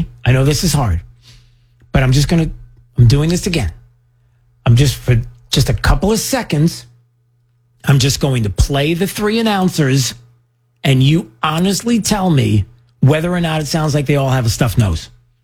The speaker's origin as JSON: {"language": "English", "region": "New York", "country": "United States", "tie": "born or raised there", "said": "I grew up in New York, generations, Knicks fans for the longest time have waited."}